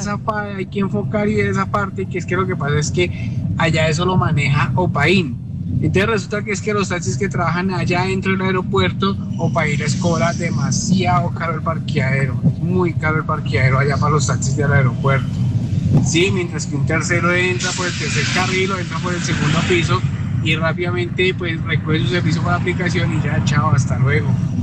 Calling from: Bogotá, Colombia; yo soy taxista de Bogotá también

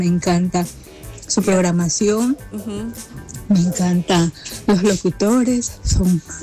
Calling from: Chaclacayo, Lima, Peru; de Chaclacayo

